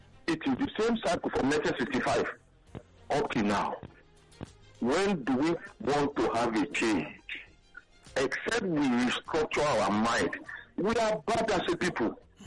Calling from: Lagos, Nigeria; I'm calling from Ipaja here.

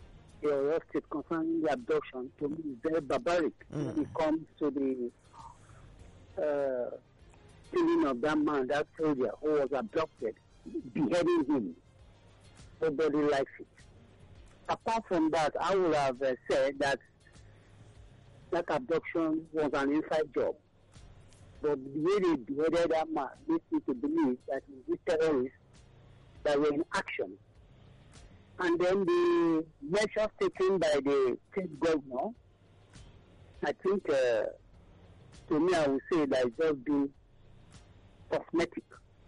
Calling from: Nigeria; I'm calling from Abanja in Ikoto.

